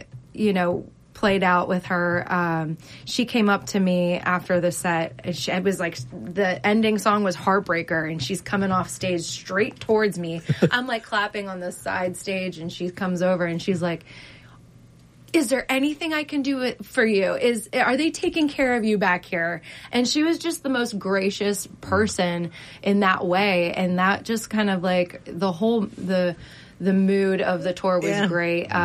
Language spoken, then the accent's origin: English; Youngstown, Ohio, United States; And because we're from Youngstown, we have this, like, fight between Cleveland and Pittsburgh, you know?